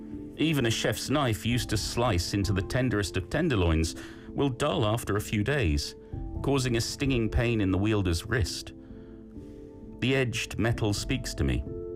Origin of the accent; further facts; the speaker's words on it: United Kingdom; I feel like because I'm British, Peter, I feel like a Chanbap Shinsa.